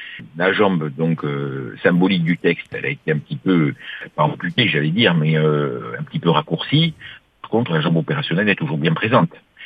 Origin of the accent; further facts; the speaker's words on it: Sainte-Lucie-de-Porto-Vecchio, Corsica, France; chez moi, à Sainte-Lucie